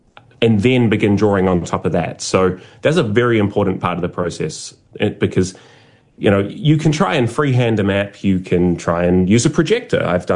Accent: South Island, New Zealand; now in Australia; I'm a Kiwi and I grew up in the South Island, of course, I worship mountains.

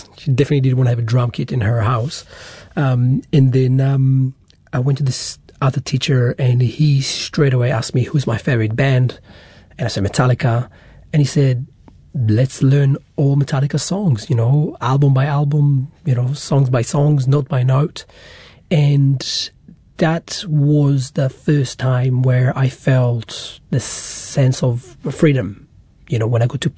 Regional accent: Israel; And area I grew up in Israel was surrounded by Arabic villages.

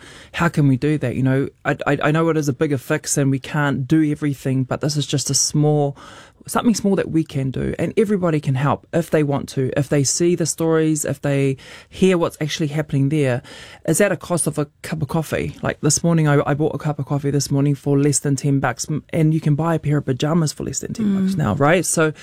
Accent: Auckland, New Zealand; also born or lived in Rotorua; I was born in Rotorua, but brought up in Mangere, South Auckland.

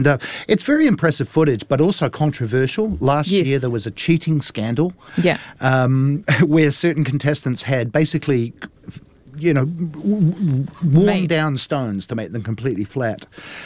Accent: Canada; moved away

